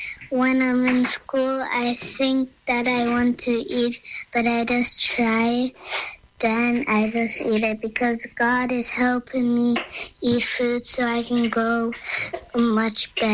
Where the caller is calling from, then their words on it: Ireland; I'm from Ireland.